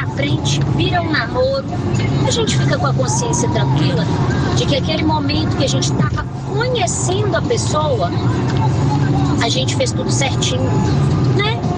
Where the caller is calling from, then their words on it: Belo Horizonte, Minas Gerais, Brazil; sou do Barreiro.